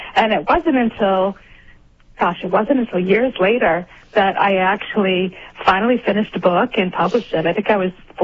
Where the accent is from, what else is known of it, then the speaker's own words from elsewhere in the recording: Cape Cod, Massachusetts, United States; I grew up on the Cape.